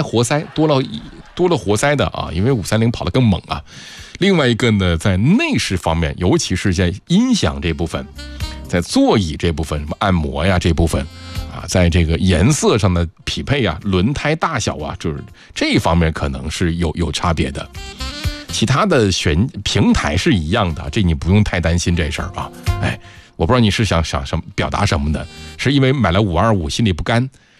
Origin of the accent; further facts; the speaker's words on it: northern China, China; 可能也是我是北方人的原因吧。就从小接触的一汽丰田的很多东西啊，一汽大众的、一汽丰田的很多都是在北方看的